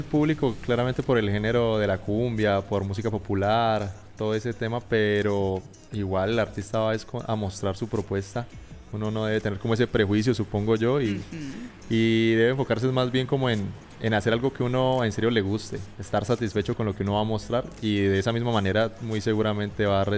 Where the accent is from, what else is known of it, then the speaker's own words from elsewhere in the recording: Popayán, Cauca, Colombia; moved away as an adult; now in Medellín, Colombia; Yo soy de aquí de Popayán, estudié el colegio y universidad aquí. En este momento vivo en Medellín.